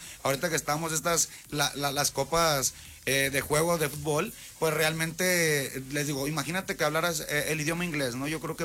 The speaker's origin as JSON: {"language": "Spanish", "town": "Culiacán", "region": "Sinaloa", "country": "Mexico", "moved": "as an adult", "lives_now": "San Luis Potosí, Mexico"}